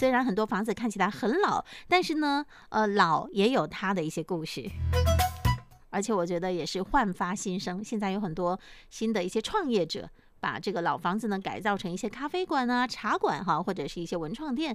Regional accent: Quanzhou, Fujian, China

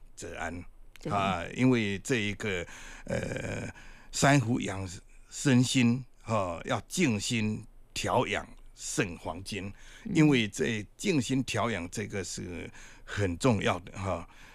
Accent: Fujian, China; accent: Minnan; 就我们闽南话叫做恰牙气了

